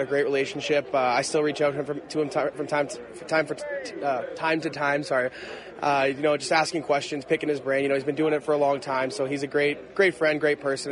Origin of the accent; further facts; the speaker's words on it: Burlington, Ontario, Canada; Burlington, Ontario. Grew up, yeah.